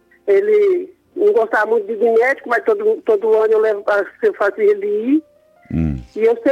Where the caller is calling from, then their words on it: Álvares Machado, São Paulo, Brazil; De Álvares Machado.